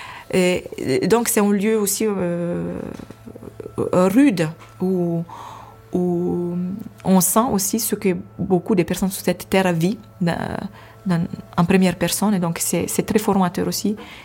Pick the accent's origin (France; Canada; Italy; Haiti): Italy; moved away; Je suis italienne et j'ai quitté l'Italie pour entrer dans la vie religieuse en 2008.